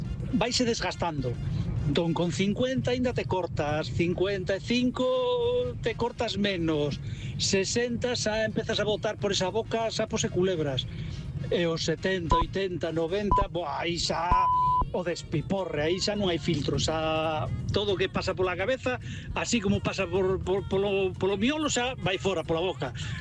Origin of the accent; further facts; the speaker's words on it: O Porriño, Galicia, Spain; Bo día, Galicia, por diante.